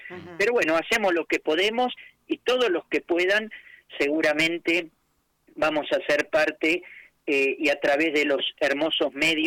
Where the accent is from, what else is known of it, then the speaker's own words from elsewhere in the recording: Argentina; a nosotros como Argentina